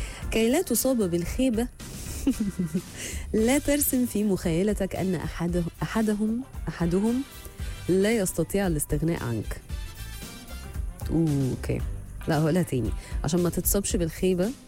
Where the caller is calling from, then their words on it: Kuwait; يعني انا ببعت من الكويت ومحدش بيرد, اهو الزعل جه بقى. ازيك … من الكويت